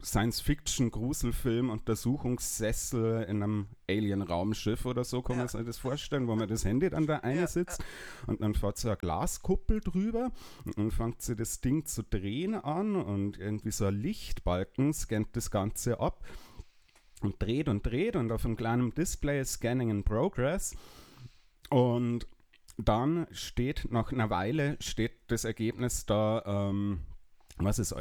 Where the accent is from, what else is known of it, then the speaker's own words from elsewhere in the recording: Bavaria, Germany; accent: slightly Bavarian; aufgrund meines leicht bayerischen Spracheinschlages